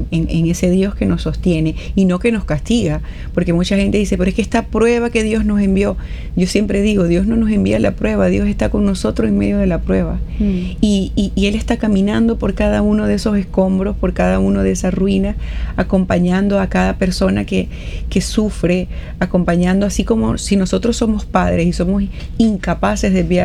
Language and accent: Spanish; Venezuela; mi mensaje final como venezolana